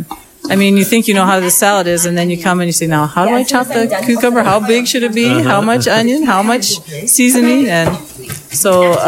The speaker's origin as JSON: {"language": "English", "town": "Leavenworth", "region": "Washington", "country": "United States", "tie": "born or raised there", "said": "No, I was born. I grew up in Leavenworth, Washington."}